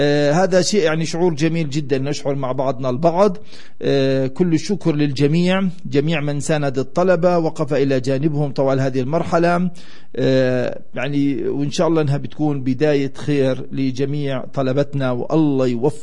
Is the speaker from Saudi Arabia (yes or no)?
no; Palestine